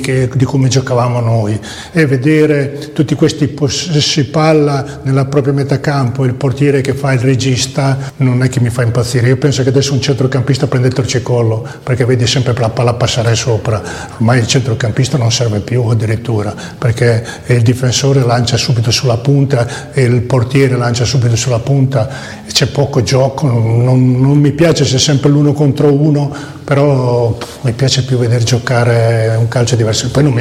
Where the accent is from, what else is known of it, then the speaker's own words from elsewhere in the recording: San Marino; Però ti dico, San Marino, visto che sono di San Marino e ho avuto questa opportunità qua